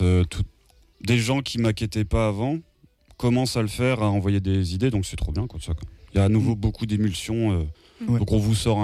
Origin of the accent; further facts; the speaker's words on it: France; on est français, on va pas chanter bien anglais, on va pas parler bien anglais ni écrire.